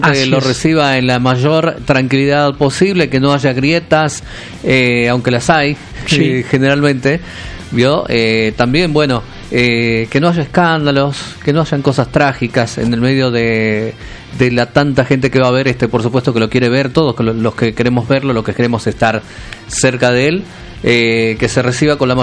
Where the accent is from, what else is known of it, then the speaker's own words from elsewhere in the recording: Uruguay; now in Tucumán, Argentina; Lo vi a Juan Pablo II en el año 1988, cuando él fue a mi ciudad natal allá en Uruguay.